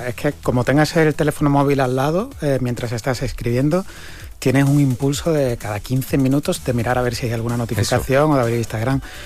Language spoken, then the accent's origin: Spanish; Cádiz, Andalusia, Spain; now in Costa del Sol, Spain; yo no soy de Málaga, yo soy de Cádiz, llevo 15 años viviendo allí en la Costa del Sol